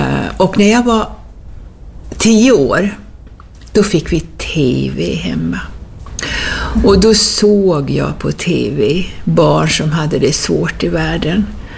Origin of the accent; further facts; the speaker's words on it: Fårö, Gotland, Sweden; och jag är född och uppvuxen här på Fårö. Men jag har alltid känt mig som Fårebo men också som världsmedborgare.